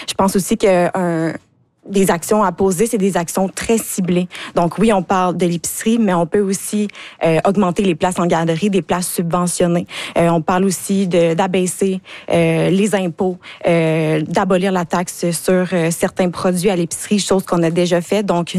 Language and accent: French; Rimouski, Quebec, Canada; Je suis native de Rimouski et fière ambassadrice de ma région depuis toujours.